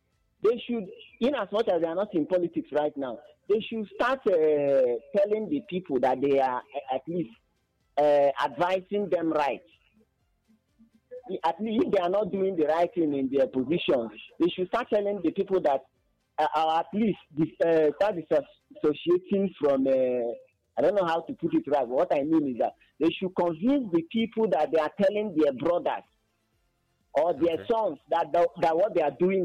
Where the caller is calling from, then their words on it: Abakaliki, Ebonyi, Nigeria; I'm calling from Abakriki.